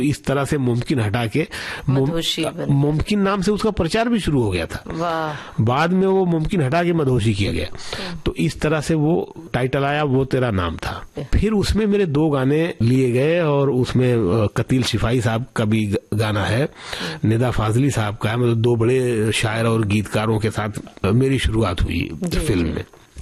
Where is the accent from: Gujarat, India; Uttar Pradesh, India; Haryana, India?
Gujarat, India; Surat; now in Mumbai, India; तो मैं सूरत से मुंबई आ गया 2001 फरवरी में